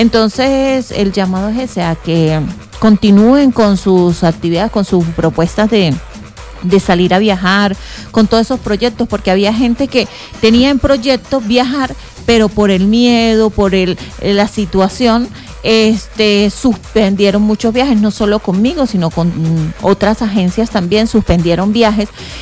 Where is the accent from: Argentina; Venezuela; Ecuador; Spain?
Venezuela; nosotros somos ese típico venezolano que se levanta.